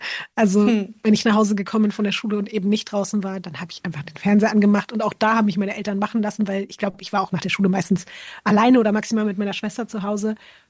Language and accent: German; Berlin, Germany; ich bin in Prenzlauer Berg in Berlin groß geworden, wo es halt noch so riesengroße Hinterhöfe gab, wo nichts bebaut war